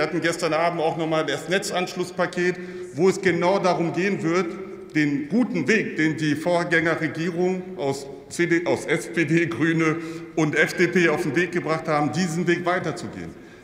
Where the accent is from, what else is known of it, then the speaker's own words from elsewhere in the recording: Saxony-Anhalt, Germany; aus meiner Heimat, aus Sachsen-Anhalt, wo ich aufgewachsen bin